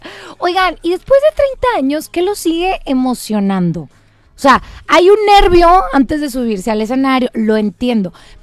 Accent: Monterrey, Nuevo León, Mexico; Así somos las regias, bien canijas.

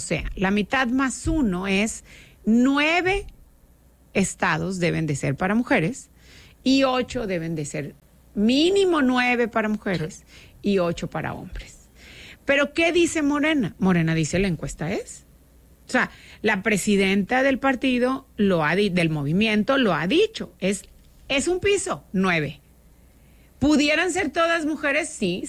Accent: Nuevo León, Mexico; yo soy de la generación, y yo creo que tú también, aunque lo niegues, que vivimos libertad en Nuevo León.

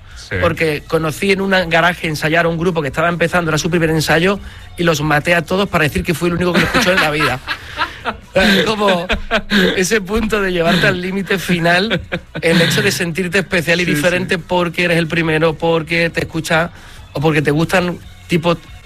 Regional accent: La Rinconada, Andalusia, Spain; echarme a la espalda la caseta de feria de mi pueblo.

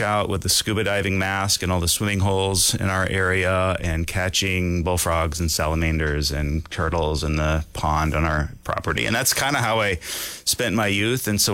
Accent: Vermont, United States; I grew up in Vermont, so a tiny little pocket of the country that's landlocked, and I was fortunate enough to grow up on a small amount of acreage in rural Vermont that had a mountain stream and a pond

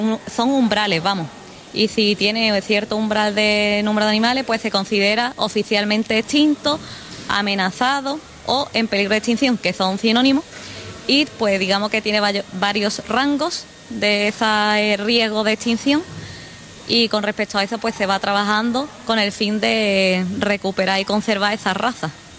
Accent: Málaga, Andalusia, Spain; accent: Malagueño; yo soy de Málaga, de un pueblo, de la Sierra de las Nieves, y nada, pues allí me he criado, allí estoy trabajando

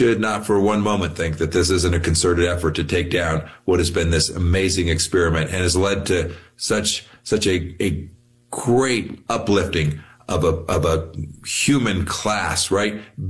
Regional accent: Kansas, United States; I'm from Kansas.

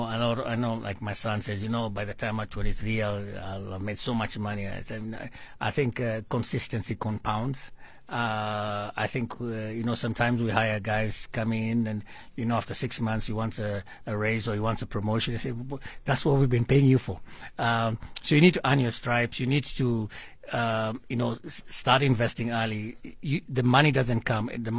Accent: Kenya; moved away as an adult; now in South Africa; I'm a Kenyan

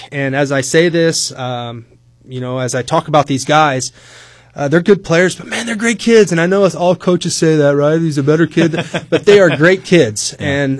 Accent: Farmersville, Illinois, United States; growing up in Farmersville, Gerard and Verdon were right down the road, and right down the road from Pawnee, too.

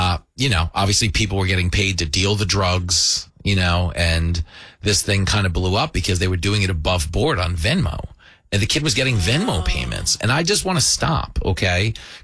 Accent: Levittown, United States; I mean, and where I grew up in Levittown, we were drinking beer in like sixth grade.

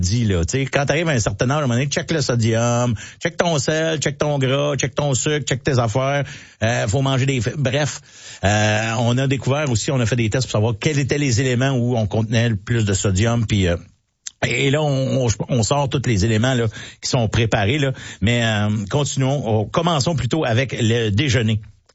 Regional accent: Mont-Saint-Hilaire, Quebec, Canada; Je viens de Mont-Saint-Hilaire. J'ai grandi, j'ai été à Mont-Saint-Hilaire une bonne partie de ma vie.

